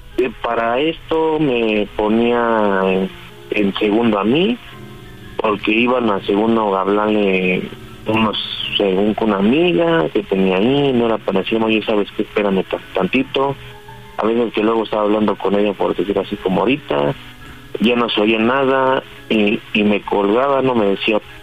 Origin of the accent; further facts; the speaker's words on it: Tlalpan, Mexico City, Mexico; 33, soy de la Ciudad de México, de la delegación Tlalpan.